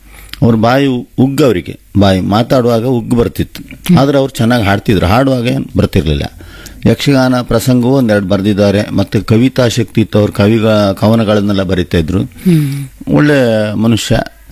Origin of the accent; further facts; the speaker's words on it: Ultur, Karnataka, India; also born or lived in Koodli; ನಾನು ಹುಟ್ಟಿದ್ದು ಉಳ್ತೂರು, ತಕ್ಕಟ್ಟಿನ ಒಳಗೆ ಉಳ್ತೂರು ಅಂತ ಅಲ್ಲಿ ಹುಟ್ಟಿದ. ನನ್ನ ತಾಯಿ ಮನೆ ಉಳ್ತೂರು, ಅಲ್ಲಿ ನಾನು ಸಣ್ಣದಲ್ಲಿ ಇದ್ದದ್ದು. ಆಮೇಲೆ ನಮ್ಮ ಮನೆ ಬಾರ್ಕೂರ್ ಹತ್ರ ಕೂಡ್ಲಿ ಅಂತ